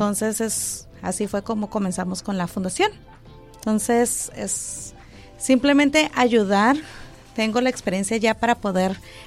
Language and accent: Spanish; Tijuana, Baja California, Mexico; Tijuana, de hecho.